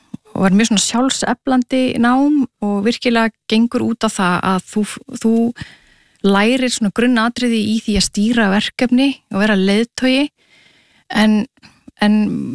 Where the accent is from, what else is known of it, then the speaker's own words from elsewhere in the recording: Reykjavík, Capital Region, Iceland; já, ég er reykvíkingur og er sem sagt alinn upp í hérna í Laugardalinn, eða í hverjunni við Laugardalinn og hérna og var í Langholtsskóla.